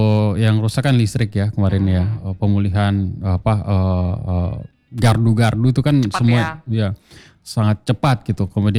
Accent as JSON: {"language": "Indonesian", "area": "Toraja", "region": "South Sulawesi", "country": "Indonesia", "moved": "yes", "said": "kalau saya sih Toraja ya"}